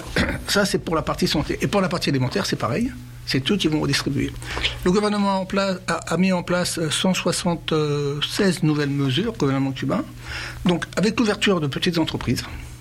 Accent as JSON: {"language": "French", "country": "France", "said": "comme chez nous en France"}